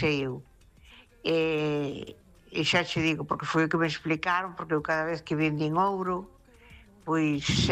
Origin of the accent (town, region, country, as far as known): Ferrol, Galicia, Spain